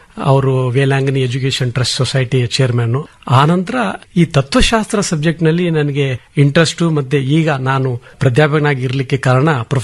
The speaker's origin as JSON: {"language": "Kannada", "town": "Hubballi", "region": "Karnataka", "country": "India", "tie": "born or raised there", "lives_now": "Bengaluru, India", "said": "ನನ್ನ ಊರು ಹುಬ್ಬಳ್ಳಿ, ವಿದ್ಯಾಭ್ಯಾಸ ಎಲ್ಲ ಆಗಿರೋದು ಹುಬ್ಬಳ್ಳಿಯಲ್ಲಿ"}